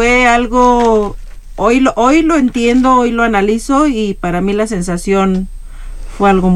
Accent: Michoacán, Mexico; yo soy de Michoacán.

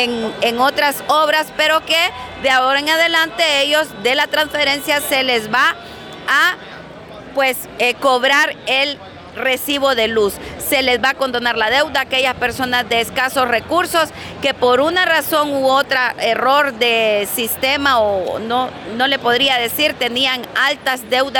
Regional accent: Honduras

